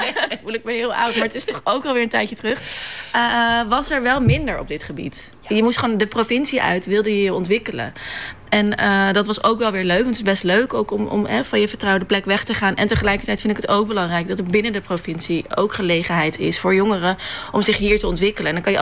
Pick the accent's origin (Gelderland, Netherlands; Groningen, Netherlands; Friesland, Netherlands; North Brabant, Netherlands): Friesland, Netherlands; Ik ben zelf ook opgegroeid in Friesland